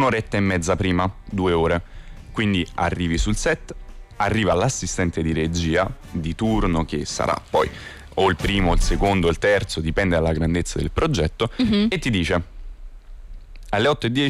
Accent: Naples, Campania, Italy; Io sono originario di Napoli.

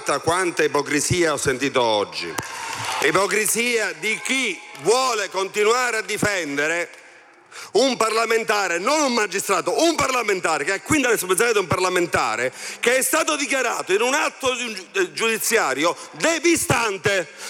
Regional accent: Palermo, Sicily, Italy; personalmente io conosco da palermitano

